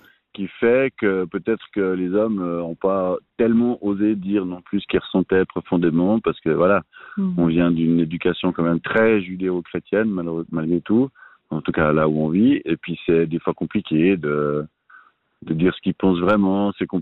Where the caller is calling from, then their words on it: Valais, Switzerland; mais je suis en Valais, on se tutoie tous.